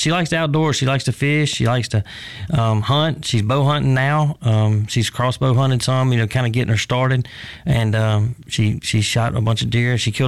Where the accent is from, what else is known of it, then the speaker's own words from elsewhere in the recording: Vicksburg, Mississippi, United States; And my dad was from Vicksburg, Mississippi. So we grew up on the Mississippi River around Eagle Lake, and that's where we spent our weekends, deer and turkey and fishing and all that.